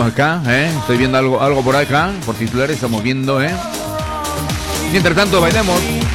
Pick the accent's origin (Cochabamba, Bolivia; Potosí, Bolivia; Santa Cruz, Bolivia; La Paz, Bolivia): La Paz, Bolivia; El Alto; Yo soy de La Paz, alteño, por si acaso.